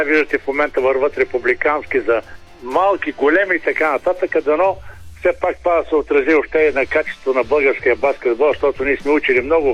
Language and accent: Bulgarian; Burgas, Burgas Province, Bulgaria; аз съм бургазлия и цяло лято съм си в Бургас.